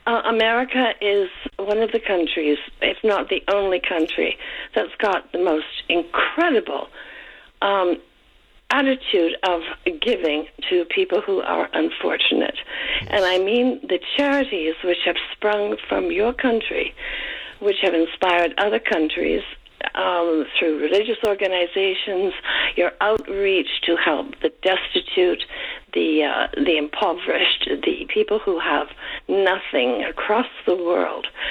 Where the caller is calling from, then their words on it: Niagara-on-the-Lake, Ontario, Canada; And I'm not in Niagara Falls. I'm Niagara-on-the-Lake.